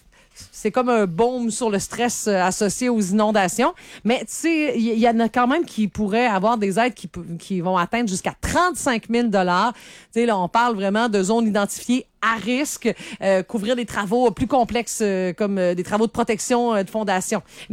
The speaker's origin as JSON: {"language": "French", "town": "Sainte-Félicité", "region": "Quebec", "country": "Canada", "tie": "born or raised there", "said": "j'habitais sur le bord du fleuve à Sainte-Félicité."}